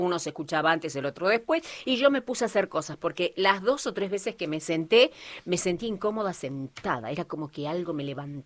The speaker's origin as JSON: {"language": "Spanish", "country": "Argentina", "said": "Así somos los argentinos."}